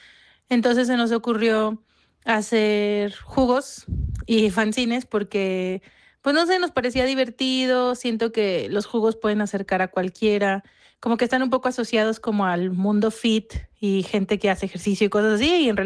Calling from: Mexico

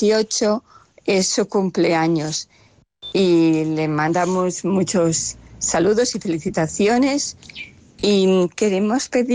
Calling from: La Vergés, Castile and León, Spain; de Salamanca, mando el mensaje desde La Vergés, un pueblo de Salamanca.

